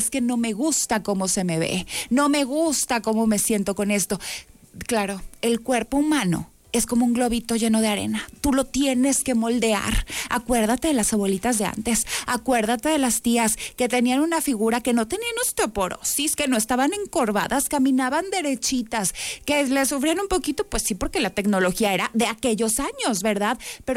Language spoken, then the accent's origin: Spanish; Saltillo, Coahuila, Mexico; moved away; also born or lived in Colombia / United States; vamos a Saltillo, que es mi casa, que es mi tierra